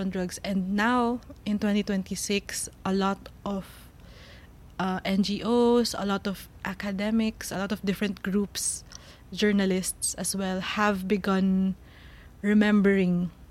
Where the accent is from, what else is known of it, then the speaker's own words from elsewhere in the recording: Manila, Metro Manila, Philippines; I'm from Manila. I grew up in Manila. I was born in Manila.